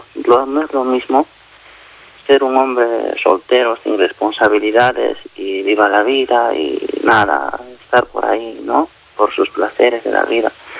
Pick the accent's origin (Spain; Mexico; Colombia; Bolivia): Bolivia; Yo soy de Bolivia.